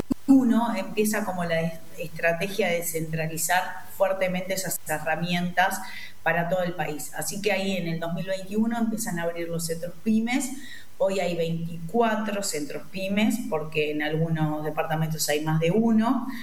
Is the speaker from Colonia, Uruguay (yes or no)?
yes; Carmelo, Colonia, Uruguay; yo estoy trabajando en Carmelo, soy de Carmelo